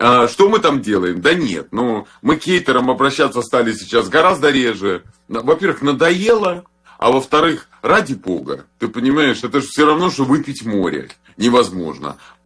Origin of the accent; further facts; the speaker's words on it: Russia; Я россиянин.